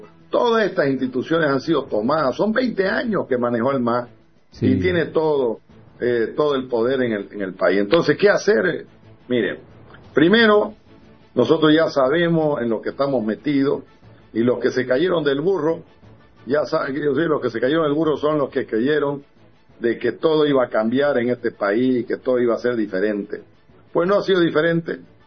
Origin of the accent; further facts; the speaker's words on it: Santa Cruz, Bolivia; nosotros, los cruceños, nosotros los orientales